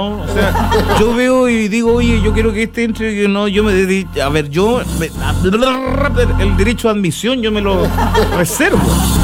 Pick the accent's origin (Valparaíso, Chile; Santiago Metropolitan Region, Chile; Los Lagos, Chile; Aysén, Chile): Santiago Metropolitan Region, Chile; Santiago; born there; now in Chiguayante, Chile; Yo nací allá en San Carlos de Apoquindo. Yo vengo de allá. Yo nací en Santiago. Nací en Santiago y conozco todo. Después me trasladé a Chiguayante.